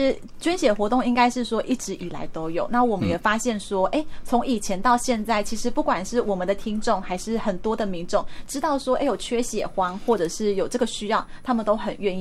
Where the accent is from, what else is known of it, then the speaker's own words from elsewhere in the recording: Taiwan; 更符合我们台湾人自己平常在吃的这个。